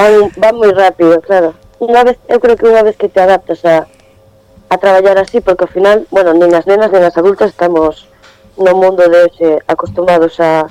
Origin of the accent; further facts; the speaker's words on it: Narón, Galicia, Spain; also born or lived in Ferrol; somos de Narón e Ferrol, la contorna toda por aquí